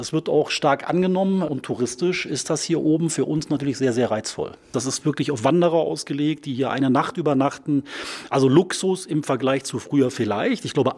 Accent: Saxony-Anhalt, Germany; Ich komme aus Sachsen-Anhalt. Ich hätte mir in meiner Kindheit nicht träumen lassen, jemals überhaupt den Brocken so zu sehen.

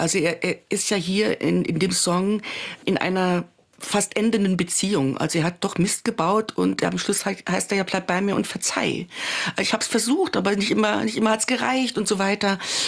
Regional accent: Nohfelden, Saarland, Germany; also born or lived in Saarbrücken; Da bin ich aufgewachsen und da bin ich geblieben bis heute.

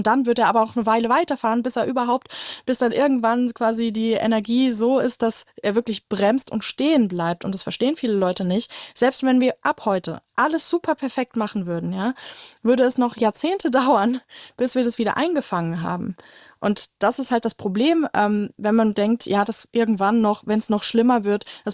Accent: Frankfurt, Hesse, Germany; So als Kind in Frankfurt

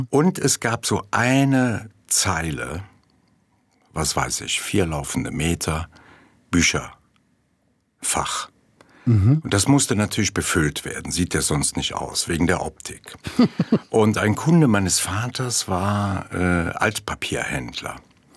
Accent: Mayen, Rhineland-Palatinate, Germany; Ja, in meiner Heimatstadt Mayen und in den Dörfern ringsherum sind irre viele Häuser aus Basalt gebaut, diesem anthrazitfarbenen Stein.

